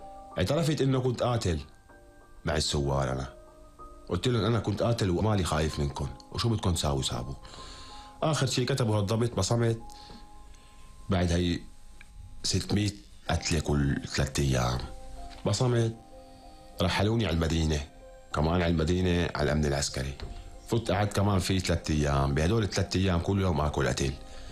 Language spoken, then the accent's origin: Arabic; Syria; قلت له من حلستا قرب لعندي. قلت له انا من حلستا قرب.